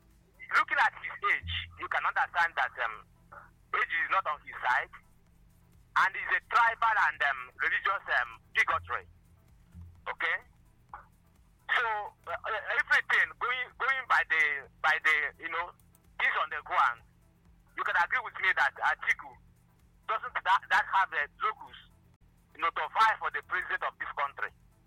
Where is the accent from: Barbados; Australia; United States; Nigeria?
Nigeria; Ebonyi; I'm reaching you from my hometown here in Nkomo Rezekun Autonomous Community. In linear by DC of Ebonyi State.